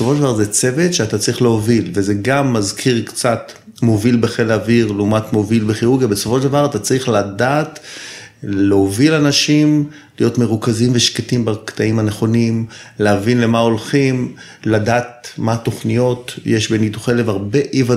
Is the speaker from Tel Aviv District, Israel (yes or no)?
yes; Tel Aviv, Tel Aviv District, Israel; now in Zikhron Ya'akov, Israel; אני תל אביבי במקור, גר היום בזיכון, בן 56, נשוי, אב לשלוש בנות.